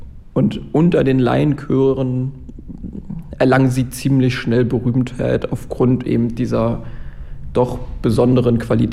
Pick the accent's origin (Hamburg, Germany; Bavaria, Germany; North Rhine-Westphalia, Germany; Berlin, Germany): Berlin, Germany; Und als Berliner kann ich sagen